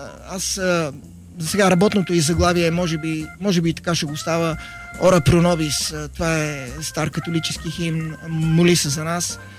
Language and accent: Bulgarian; Croatia; Bulgarian is a second language; now in Bulgaria; И хърватин, да. А майка ми от Белене.